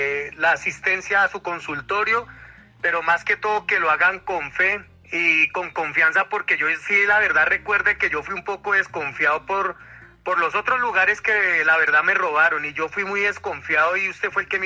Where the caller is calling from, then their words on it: Tunja, Boyacá, Colombia; De Tunja, Boyacá